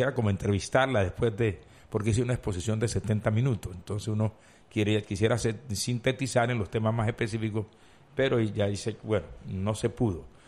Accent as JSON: {"language": "Spanish", "town": "Buenaventura", "region": "Valle del Cauca", "country": "Colombia", "said": "mi pueblo de Buenaventura."}